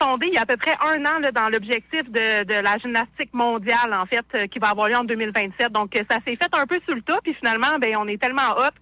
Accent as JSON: {"language": "French", "town": "Joliette", "region": "Quebec", "country": "Canada", "said": "On vient de Joliette puis on veut représenter notre coin de pays."}